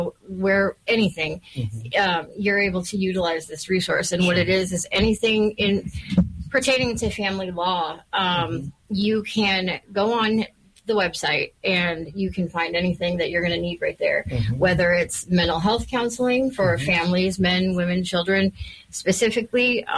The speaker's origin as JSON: {"language": "English", "town": "Muskegon", "region": "Michigan", "country": "United States", "tie": "born or raised there", "also_born_or_lived": "Sacramento, California", "moved": "as an adult", "said": "Well, I am originally from Muskegon. I was born here at Hackley Hospital, but at 19, I moved to California. I lived in Northern California right outside of Sacramento for a little over 20 years. And I moved back in 2018 to take care of my mom."}